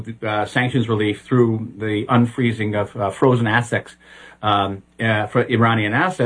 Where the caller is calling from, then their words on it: Israel; I'm speaking from Israel, and Israel, the mood is very, very somber here this evening.